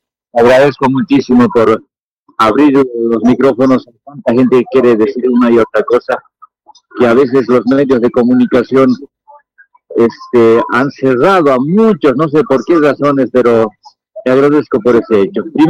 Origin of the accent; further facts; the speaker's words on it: La Paz, Bolivia; now in El Alto, Bolivia; mi querida ciudad, mi ciudad natal, la ciudad de La Paz